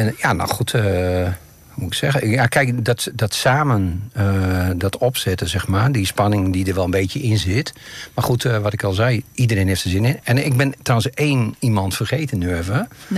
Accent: Vaassen, Gelderland, Netherlands; Ik kom zelf niet uit Apeldoorn. Mm-hmm. Ik kom uit Vaassendam.

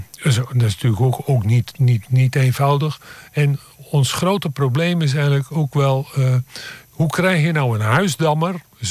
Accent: Rijnsburg, South Holland, Netherlands; Nee, ik kom uit Rijnsburg. Rijnsburg speelt hoog in het amateurvoetbal.

